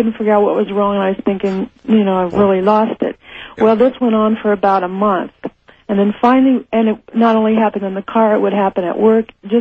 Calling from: Los Angeles, California, United States; I'm from Los Angeles.

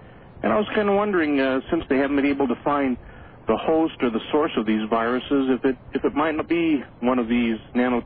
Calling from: Alturas, California, United States; in Alturas, California

